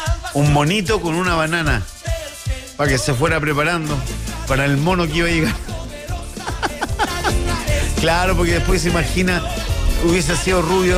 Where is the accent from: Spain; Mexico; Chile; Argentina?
Chile; Soy chileno. Y chilero, diría un amigo guatemalteco.